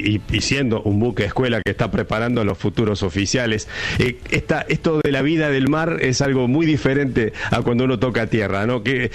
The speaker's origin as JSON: {"language": "Spanish", "country": "Argentina"}